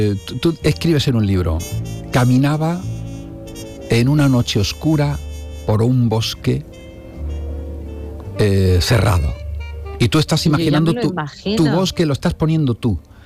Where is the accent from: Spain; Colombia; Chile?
Spain; Córdoba, Andalusia; Yo soy cordobés de la cabeza a los pies.